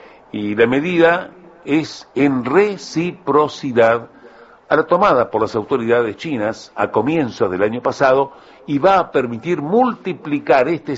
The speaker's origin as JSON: {"language": "Spanish", "country": "Uruguay", "said": "como uruguayos que somos."}